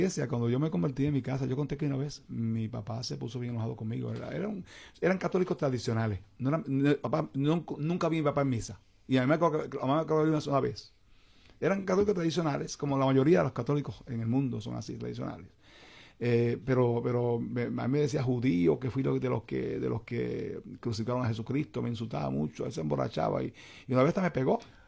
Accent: Quebradillas, Puerto Rico; born there; Yo iba a dar una conferencia en mi pueblo, en Quebradillas

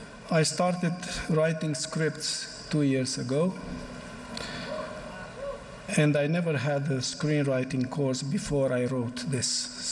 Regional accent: Romania; English is a second language; First of all, I'm from Romania. Where is that, right? Then I was raised as an atheist.

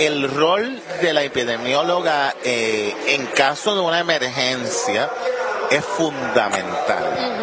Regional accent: Aguadilla, Puerto Rico; yo soy de Camaselle

